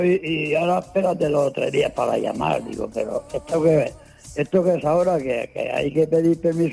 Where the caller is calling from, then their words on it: Pomar, Spain; de Pomar.